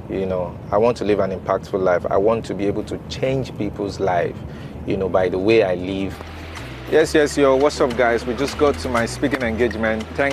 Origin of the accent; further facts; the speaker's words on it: Lagos, Nigeria; I grew up in Mushin around those places where they sell cassettes.